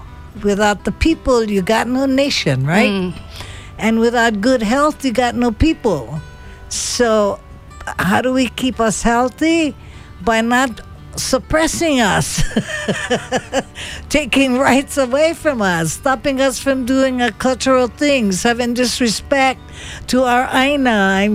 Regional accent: Hawaii, United States; we're Hawaiian. We're a Hawaiian nation.

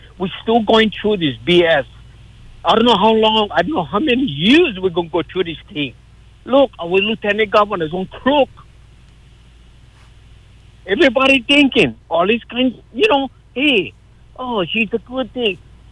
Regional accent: Haena, Hawaii, United States; We had tourists way back when I was growing up in Haena. Gray Line, Hawaii was bringing tourists into our place.

